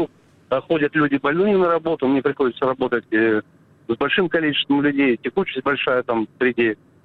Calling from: Kursk Oblast, Russia; Я из Курской области, 64 года, работаю.

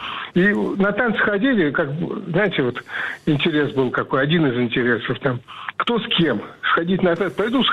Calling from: Nizhny Novgorod Oblast, Russia; из Нижегородской области.

